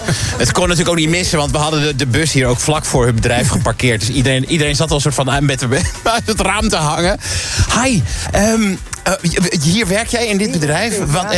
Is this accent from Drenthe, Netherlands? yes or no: no; Emmeloord, Flevoland, Netherlands; born there; in mijn geboorteplaats Emmeloord